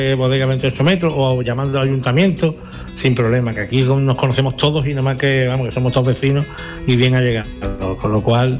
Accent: San Fernando, Andalusia, Spain; como yo soy también de San Fernando, soy de Cádiz, pues me traigo algunas viandas marítimas

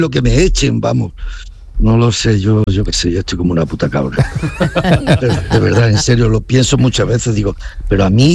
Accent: Jaén, Andalusia, Spain; also born or lived in Granada province, Spain; yo soy de Granada, nací en Granada, en Tilar, pueblo de Granada, que me he criado en Jaén

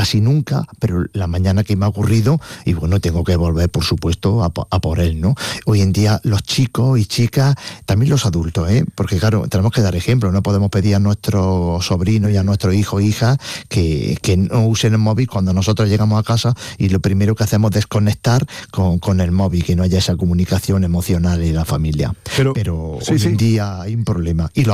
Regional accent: Granada, Andalusia, Spain; Canciones también de granadino y de Granada, de mi tierra y también castellano.

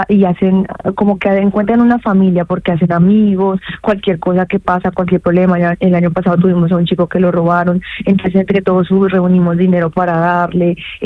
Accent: Bogotá, Bogotá Capital District, Colombia; moved away as an adult; also born or lived in Galicia, Spain; now in Madrid, Spain; en mi caso, mi familia es, mi mamá es de Santander y mi papá es de Boyacá, entonces por eso se le llama rolos.

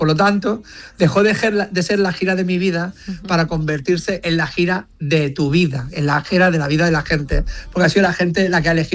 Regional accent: L'Hospitalet de Llobregat, Catalonia, Spain; born there; also born or lived in Barcelona; Soy nacido en Barcelona, soy de Hospitalet, catalán, de pero pura cepa

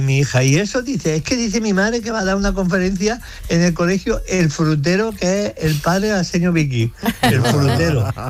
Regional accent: Jaén, Andalusia, Spain; mi tierra, en Jaén

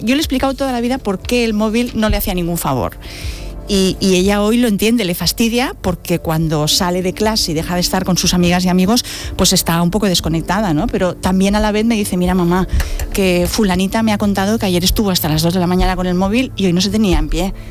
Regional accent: Barcelona, Catalonia, Spain

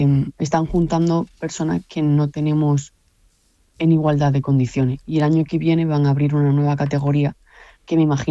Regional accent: Andalusia, Spain; yo soy del Mediterráneo y es verdad que la cultura que nosotros en la zona de Málaga, a lo mejor toda la zona de Andalucía

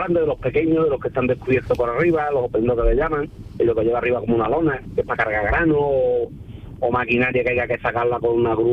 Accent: Jerez de la Frontera, Andalusia, Spain; yo soy de Jerez de la Frontera, de Cádiz, de aquí.

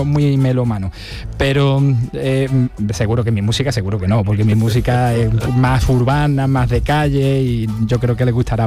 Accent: Andalusia, Spain; como buen andaluz con mucho arte, me tocó hablar a mí

